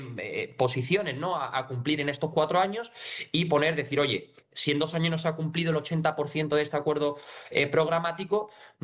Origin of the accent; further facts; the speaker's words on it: Tomares, Andalusia, Spain; born there; inclusive en la provincia de Sevilla, en mi pueblo, por ejemplo, en Tomares